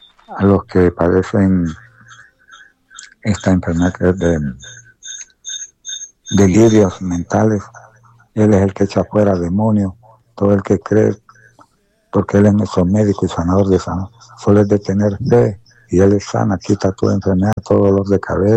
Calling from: Tegucigalpa, Francisco Morazán, Honduras; El barrio de la Cabaña, Tegucigalpa

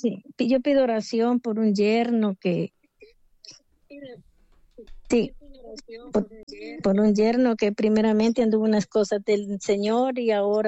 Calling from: Arada, Santa Bárbara, Honduras; de una aldea de Arada.

